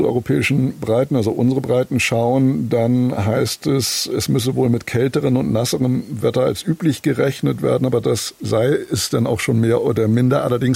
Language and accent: German; Kiel, Schleswig-Holstein, Germany; born there; Ich freue mich immer, wenn ich mit meiner Geburtsstadt Kiel telefonieren kann